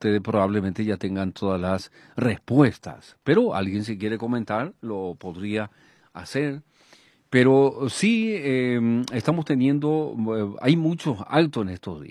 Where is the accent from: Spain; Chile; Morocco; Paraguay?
Paraguay